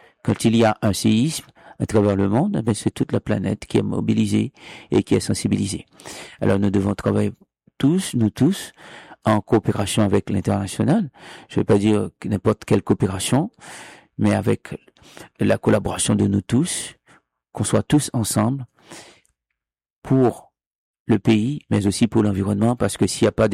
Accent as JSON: {"language": "French", "country": "Haiti", "tie": "born or raised there", "lives_now": "Canada", "said": "même si je suis au Québec, mais vous savez quand même que je suis natif d'Haïti."}